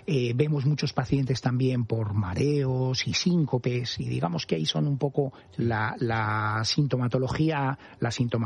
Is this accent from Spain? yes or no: yes; Cigales, Castile and León, Spain; nos casamos en Cigales, que era mi pueblo.